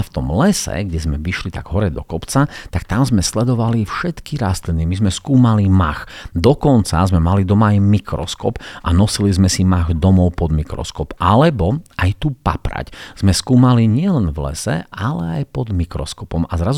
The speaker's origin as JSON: {"language": "Slovak", "town": "Bardejov", "region": "Prešov Region", "country": "Slovakia", "tie": "born or raised there", "said": "ako dieťa som býval v Bardejove. No a v Bardejove som býval na takom sídlisku a to sídlisko bolo hneď pod lesom. Bývali sme v bytovke"}